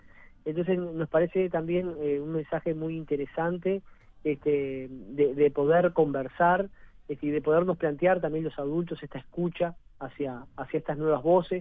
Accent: San Carlos, Maldonado, Uruguay; con Flor los dos somos de San Carlos.

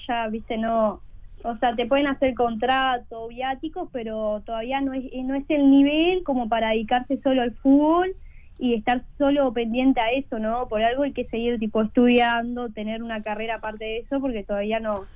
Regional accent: Montevideo, Uruguay; De Jardines, bueno, yo estoy a unas cuadras del estadio de Danubio.

